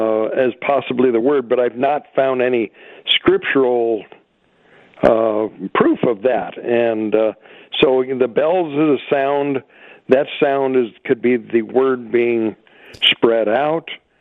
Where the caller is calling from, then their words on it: Smith River, California, United States; I'm from Mendocino. Smith River, California.